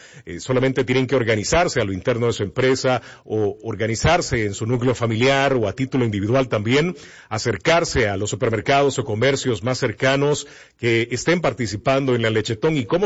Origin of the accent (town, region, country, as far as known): Honduras